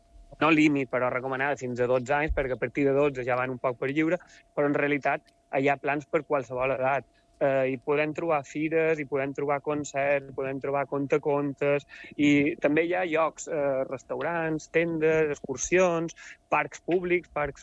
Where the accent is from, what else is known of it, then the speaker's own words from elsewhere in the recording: Menorca, Balearic Islands, Spain; now in Mallorca, Spain; Jo sóc de Menorca i és mig mallorquina, mig menorquina, tot i que jo sóc resident aquí a Mallorca de fa uns anys.